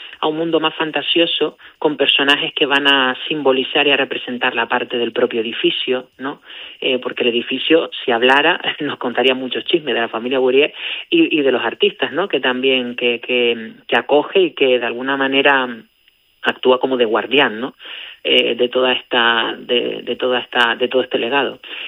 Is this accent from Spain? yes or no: yes; Canary Islands, Spain; yo soy canario